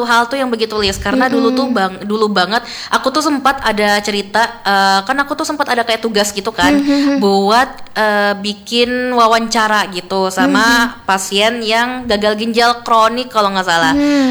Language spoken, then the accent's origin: Indonesian; Samarinda, East Kalimantan, Indonesia; Aku asli Samarinda